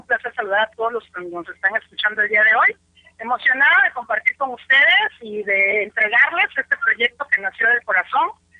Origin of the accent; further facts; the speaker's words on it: Tuxtla Gutiérrez, Chiapas, Mexico; Como bien lo dice nuestra amiga Vicky, vengo de Tuxtla Gutiérrez.